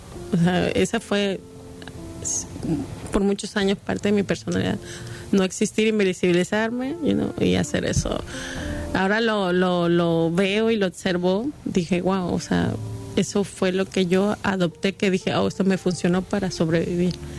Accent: Acapulco, Guerrero, Mexico; como en el caso mía, que soy de Acapulco, la mayoría de las personas que yo conozco me dicen, oh, es que tú no hablas como acapulqueña

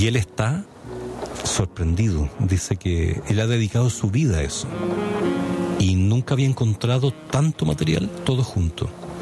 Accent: Chile; moved away; Yo que soy un chileno que llevo acá 4 años, me lo regaló.

